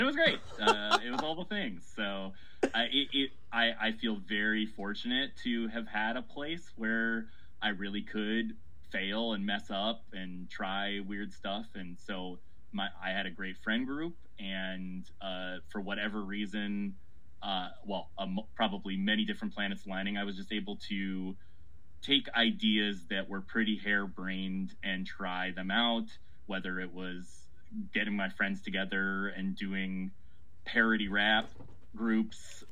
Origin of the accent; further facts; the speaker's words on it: Minnesota, United States; also born or lived in Ohio / Chicago; now in Portland, United States; I grew up in the Midwest, like any modern Portlander. and I grew up in Minnesota, spent most of my like 20s I went to school in Ohio and then lived in Chicago for most of my 20s.